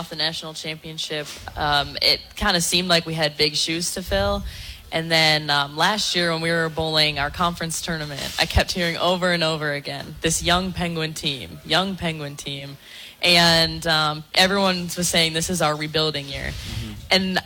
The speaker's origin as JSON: {"language": "English", "region": "Wisconsin", "country": "United States", "moved": "as an adult", "lives_now": "Youngstown, United States", "said": "I'm coming back to Wisconsin after I'm done here."}